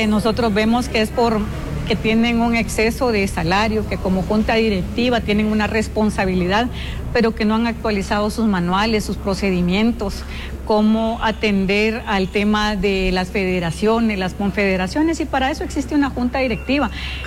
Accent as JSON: {"language": "Spanish", "country": "Guatemala", "said": "lo que somos los guatemaltecos, gente trabajadora, gente luchadora"}